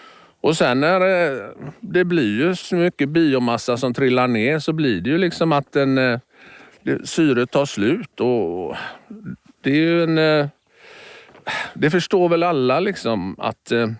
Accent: Västra Götaland County, Sweden; moved away; Fjordar har vi i Bohuslän där jag växte upp.

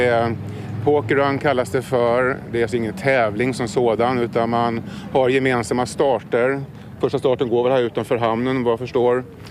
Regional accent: Sweden; hemma i Sverige och Stockholm framförallt.

